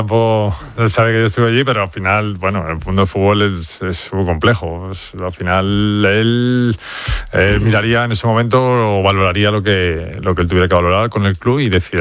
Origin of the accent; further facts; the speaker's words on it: Madrid, Community of Madrid, Spain; born there; me tuve que volver aquí a Madrid